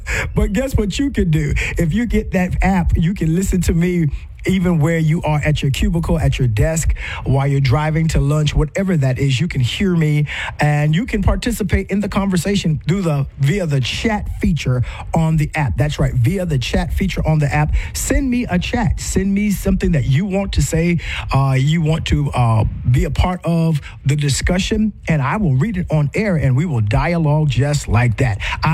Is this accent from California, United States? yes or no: no; Monks Corner, South Carolina, United States; now in Tuscaloosa, United States; maybe you're in Monk's Corner, South Carolina, my hometown, or right here in the beautiful city of Tuscaloosa, Alabama